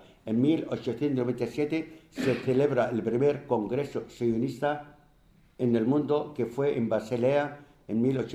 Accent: Palestine; todo mi pueblo está orgulloso de esa acción

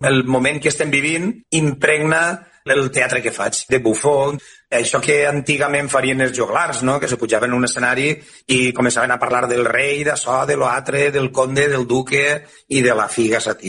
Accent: Alcoy, Valencian Community, Spain; Jo m'he criat en Alcoi

